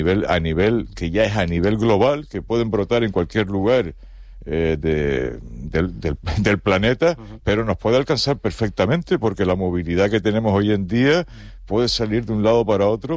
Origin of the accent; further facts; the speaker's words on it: Canary Islands, Spain; Somos Canarias, es la frontera sur de España y de Europa.